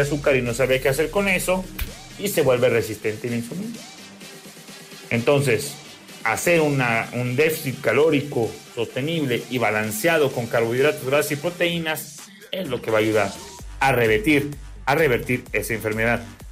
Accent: Mexico; Aunque parezca suizo, aunque parezca europeo, no, soy mexicano.

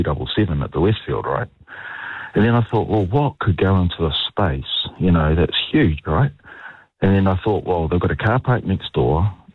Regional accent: Wainui, New Zealand; I grew up in Wainui

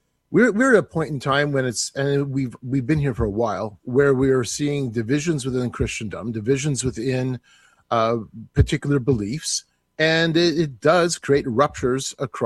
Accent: Canada; I can look at my own country, Canada. I'm from Canada

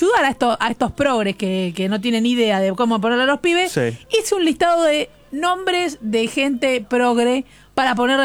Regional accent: Resistencia, Chaco, Argentina; Resistencia para los que somos más chaqueños.

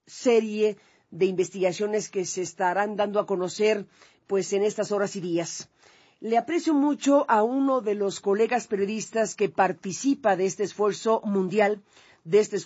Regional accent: Mexico

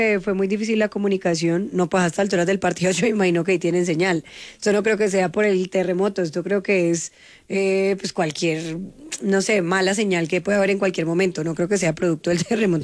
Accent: Cali, Valle del Cauca, Colombia; Claro, pues que yo soy de Cali y yo hablo, yo tengo mi acento, pero a mí no me escuchan hablando así.

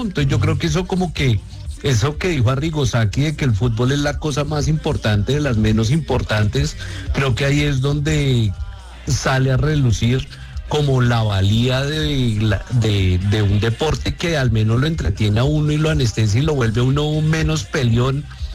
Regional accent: Colombia; si somos de Colombia y pues vemos fútbol, pues somos hinchas de la selección.

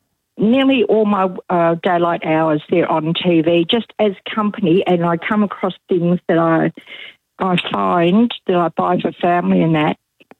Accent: Maldon, Victoria, Australia; I'm from Malden in country Victoria.

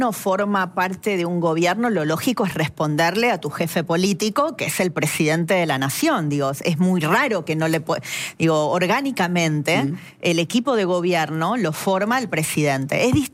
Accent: Argentina; nos trajo alivio como argentinos.

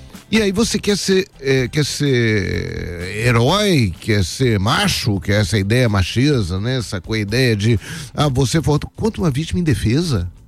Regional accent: Rio de Janeiro, Brazil; born there; Sai na Clarimundo de Melo, por sinal, onde eu nasci, onde eu nasci, na Clarimundo de Melo, ali em Quintino

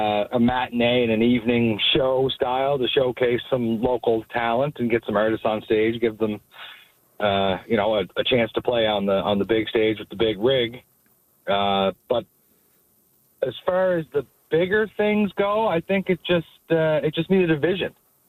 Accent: North Sydney, Nova Scotia, Canada; I personally grew up, when I was very young, I grew up in North Sydney, and I spent most of my summers up here at the exhibition, partaking as a young child.

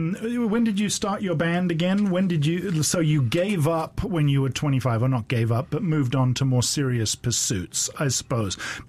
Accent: England, United Kingdom; I'm English

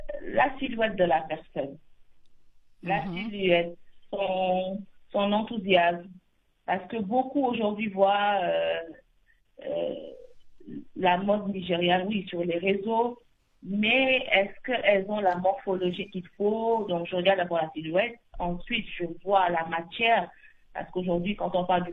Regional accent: Senegal; born there; Voilà, de parents nigérians, je suis née au Sénégal.

